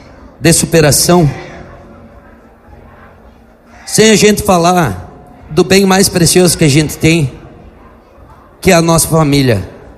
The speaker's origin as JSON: {"language": "Portuguese", "town": "Ubiretama", "region": "Rio Grande do Sul", "country": "Brazil", "tie": "born or raised there", "also_born_or_lived": "Cerro Largo", "said": "por ter nascido onde eu nasci, por ser cria desse chão aqui. Ubiretama e Cerro Largo sempre foram os meus lares"}